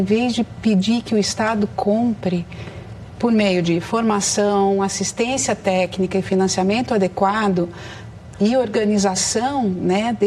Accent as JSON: {"language": "Portuguese", "town": "Piracicaba", "region": "São Paulo", "country": "Brazil", "said": "Piracicaba, de onde eu venho"}